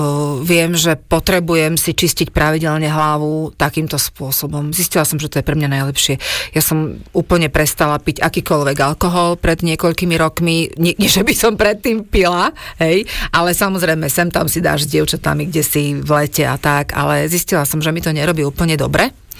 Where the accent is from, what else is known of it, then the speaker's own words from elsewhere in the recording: Bratislava, Bratislava Region, Slovakia; accent: Bratislava accent; veď ja som sem prišla ako Bratislavčanka.